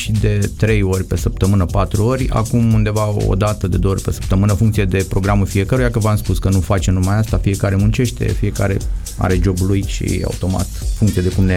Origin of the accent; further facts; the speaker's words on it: Medgidia, Constanța County, Romania; noi suntem din Megidia, toți, cu toții suntem din Megidia